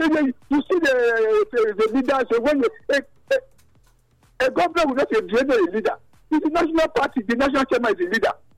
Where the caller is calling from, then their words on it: Benin City, Edo, Nigeria; I'm Benin.